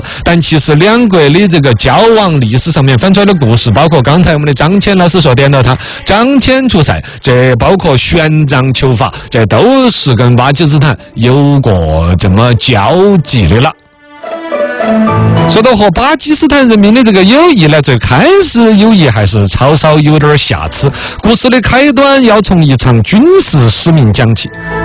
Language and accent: Chinese; China; 我们中国人